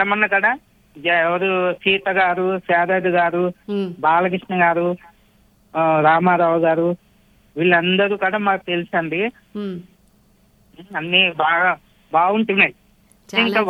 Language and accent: Telugu; Okkalanka Agraharam, Andhra Pradesh, India; also born or lived in Amalapuram; మా ఊరు ఒక్కలంక అగ్రహారం అండి, అమలాపురము కోనసీమ మాది.